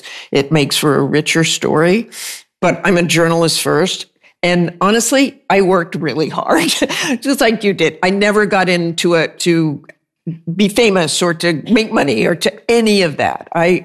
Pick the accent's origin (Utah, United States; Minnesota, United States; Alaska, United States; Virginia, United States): Utah, United States; Salt Lake City; born or raised there